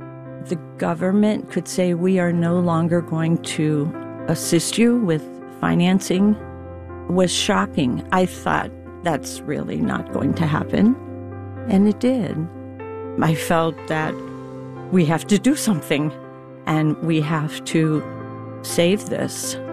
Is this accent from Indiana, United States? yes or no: no; Chapel Hill, North Carolina, United States; from Chapel Hill